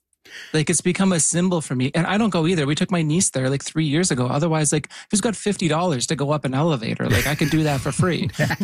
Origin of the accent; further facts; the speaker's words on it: Yukon, Canada; moved away; Finally, a Yukoner gets to come on the radio and talk about Toronto.